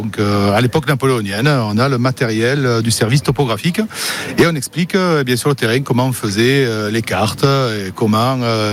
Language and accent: French; Marseille, Provence-Alpes-Côte d'Azur, France; Moi-même, je viens de Marseille.